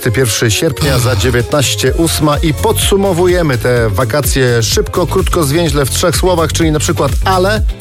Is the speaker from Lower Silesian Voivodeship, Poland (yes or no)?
yes; Wałbrzych, Lower Silesian Voivodeship, Poland; my jesteśmy z Robertem z Wałbrzycha